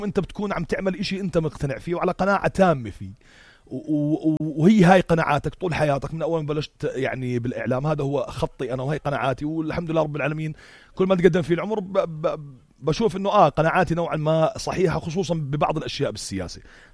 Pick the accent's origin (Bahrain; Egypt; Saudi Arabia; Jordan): Jordan; أنا كأردني